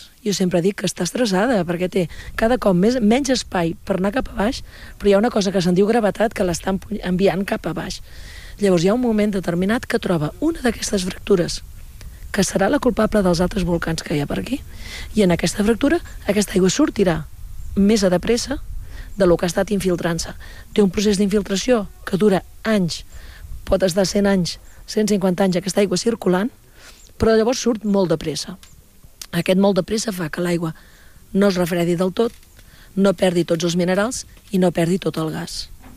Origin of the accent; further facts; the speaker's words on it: Caldes de Malavella, Catalonia, Spain; jo sóc de Caldes de tota la vida, la meva mare era de Caldes, el meu avi era de Caldes.